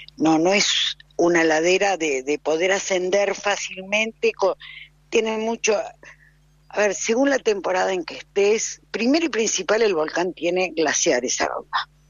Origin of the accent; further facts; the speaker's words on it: San Martín de los Andes, Neuquén, Argentina; born there; Yo soy nacida en San Martín hace muchos años.